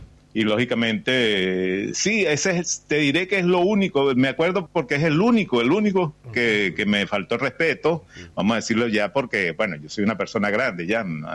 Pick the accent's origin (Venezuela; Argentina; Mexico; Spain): Venezuela; Cuenten con toda nuestra colaboración como venezolano y que te diré, te vas a conseguir siempre un venezolano amable también